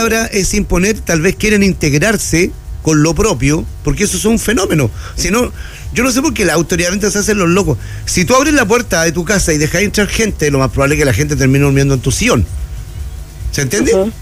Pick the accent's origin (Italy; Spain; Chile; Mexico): Chile